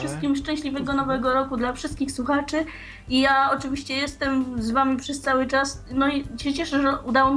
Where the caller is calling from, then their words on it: Alexandria, Alexandria Governorate, Egypt; Witajcie, ja dzwonię w tej chwili z Aleksandrii.